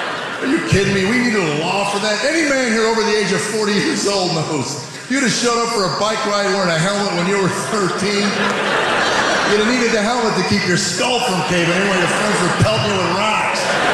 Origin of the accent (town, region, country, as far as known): United States; born or raised there